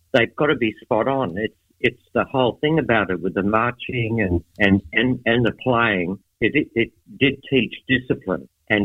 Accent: Kingaroy, Queensland, Australia; also born or lived in Margate; I grew up in Kingaroy, little country town in Queensland.

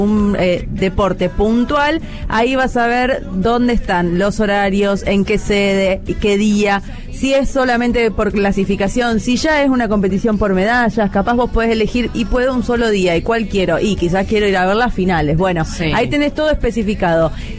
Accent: Corrientes, Argentina

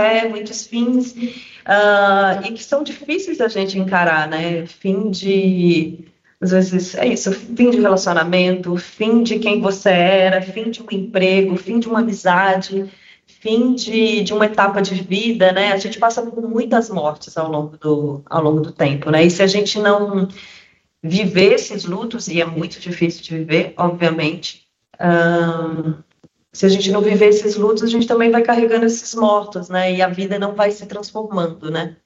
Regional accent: Minas Gerais, Brazil; Sou mineira e aí estudei em Ouro Preto

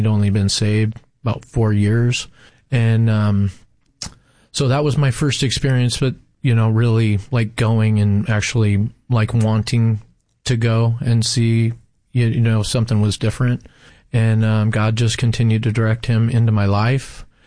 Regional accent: Salem, Oregon, United States; I was born and raised in Salem, Oregon. So everything that I just described to you as far as from when I started life, it was in Salem and in Oregon.

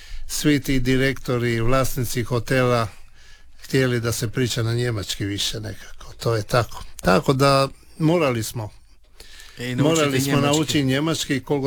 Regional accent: Pula, Istria County, Croatia; born there; Talijanski, eto, rođeni smo u Istri, u Puli, pa smo pričali talijanski. A kad smo došli na njemačko tržište, onda smo morali polako učiti njemački.

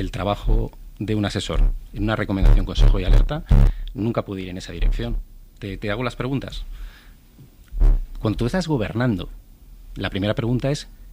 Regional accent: San Sebastián, Basque Country, Spain; Tú y yo somos de Donosti, pero llevamos ya muchísimos

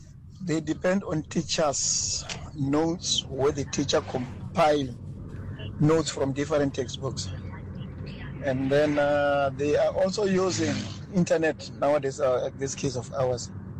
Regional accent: Langa, Western Cape, South Africa; from Langa.

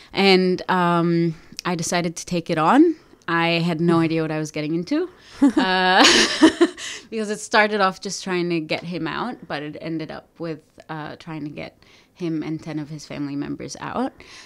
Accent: Egypt; me trying to recreate the food of my home country, Egypt, and to get as close as possible to the texture and the flavor.

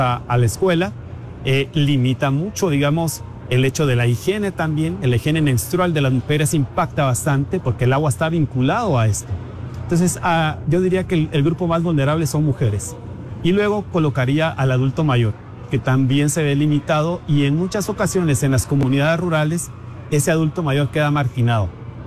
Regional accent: San Agustín Acasaguastlán, El Progreso, Guatemala

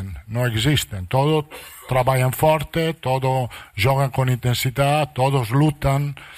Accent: Italy; Portuguese is a second language; Me sento bien, italiano, brasileiro, eu sou italiano. É uma experiência fantástica treinar no Brasil.

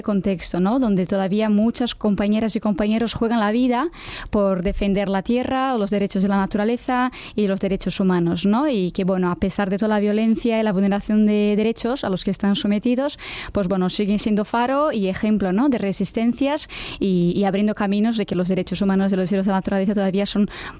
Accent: Bilbao, Basque Country, Spain; also born or lived in Brazil; que soy brasileña de Bilbao, y bueno, pues nada, pues me ha tocado nacer en Brasil y desde Euskal Herria

